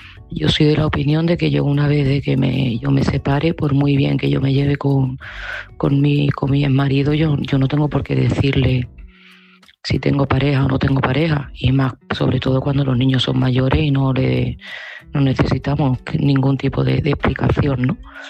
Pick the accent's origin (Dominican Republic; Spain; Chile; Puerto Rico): Spain; Seville, Andalusia